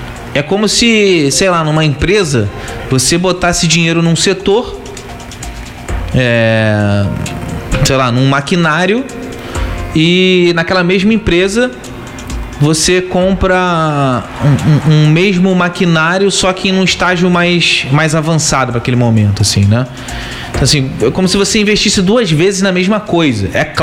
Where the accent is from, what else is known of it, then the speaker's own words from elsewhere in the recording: Brazil; até como brasileiro, né?